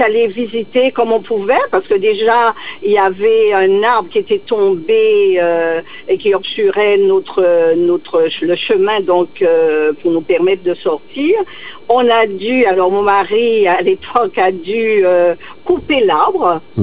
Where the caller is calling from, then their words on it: Le Gosier, Guadeloupe; J'appelle du Gosier.